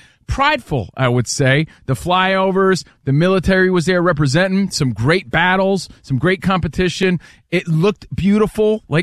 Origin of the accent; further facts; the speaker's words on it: East Coast, United States; I can say this with full honesty. I'm from the East Coast.